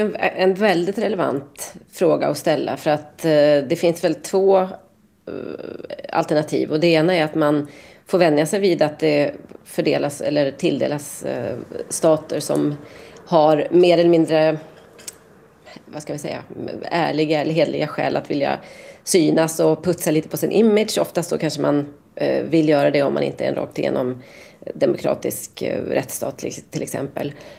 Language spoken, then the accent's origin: Swedish; Sweden; som svensk